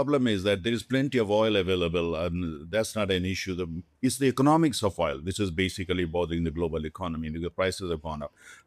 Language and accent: English; India; now in New Delhi, India; We are a vast country.